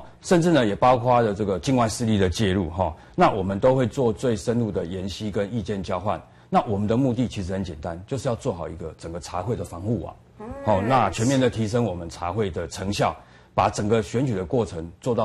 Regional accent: Taiwan; 那我想身为台湾人民都知道哈，我们都是要循民主的投票方式来决定我们国家的未来。

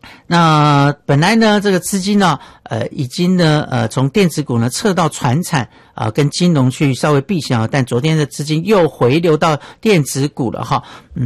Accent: Miaoli County, Taiwan; 还有我的家乡苗栗，也欢迎大家来这个苗栗呢来玩玩哈，山城有很多好山好水哈

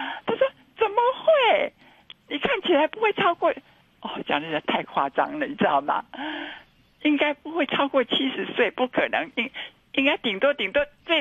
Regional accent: Taiwan; 为我们是台湾人感到光荣，

